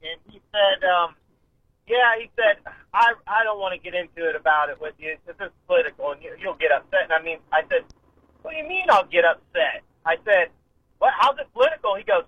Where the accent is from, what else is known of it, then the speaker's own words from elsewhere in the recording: Ohio, United States; now in Summit County, Ohio, United States; I'm from Wayne County originally, but I moved up to Summit County.